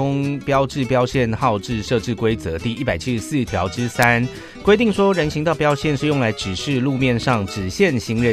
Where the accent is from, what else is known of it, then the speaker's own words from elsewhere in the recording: Sanxia, New Taipei, Taiwan; 我的故乡